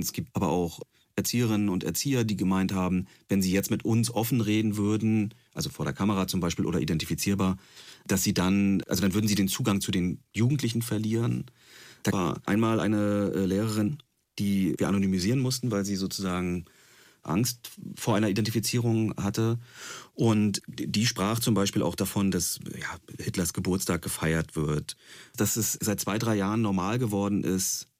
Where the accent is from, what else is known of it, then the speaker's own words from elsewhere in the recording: East Germany, Germany; ich komme selber aus Ostdeutschland